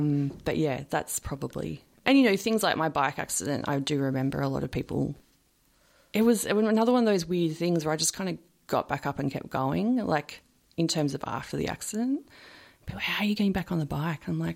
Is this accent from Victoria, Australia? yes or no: yes; Narre Warren North, Victoria, Australia; born there; also born or lived in Emerald, Victoria; So we moved to the suburbs, hence my inner Bogan suburb girl. So I grew up in Narre Warren, North, yep. Berwick area, went to Berwick High.